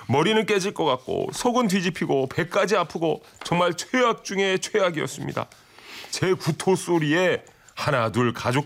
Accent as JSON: {"language": "Korean", "region": "Jeju", "country": "South Korea", "said": "제가 제주도에서 올라왔는데요."}